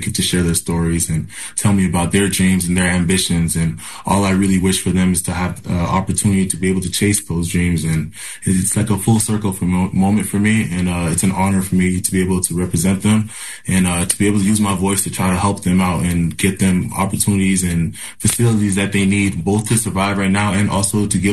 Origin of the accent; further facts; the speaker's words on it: New Hampshire, United States; And eventually we were resettled with the help of the UNHCR into America, where I grew up in New Hampshire